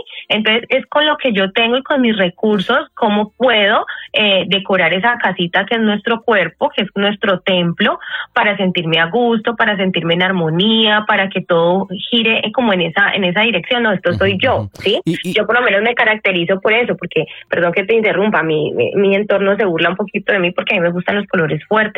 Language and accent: Spanish; Cali, Valle del Cauca, Colombia; yo soy así, una caleña arrebatada